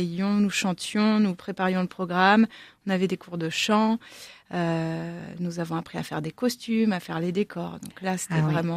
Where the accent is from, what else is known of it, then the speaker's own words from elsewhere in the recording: Pays de la Loire, France; Et là où j'ai grandi, en Mayenne également